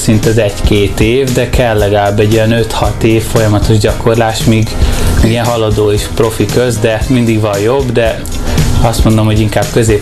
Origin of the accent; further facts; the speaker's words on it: Budapest, Hungary; 13 éves voltam, Kőbányán nőttem fel a Kongressz telepen